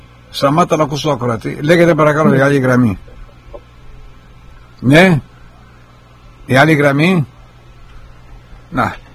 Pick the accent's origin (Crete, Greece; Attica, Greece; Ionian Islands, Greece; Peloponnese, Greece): Ionian Islands, Greece; Kefalonia; born there; γιατί είμαι από την Κεφαλονιά.